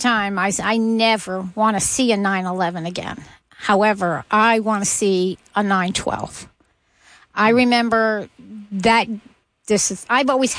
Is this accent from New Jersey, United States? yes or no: no; New York, United States; Believe it or not, I'm a New Yorker who loves country music.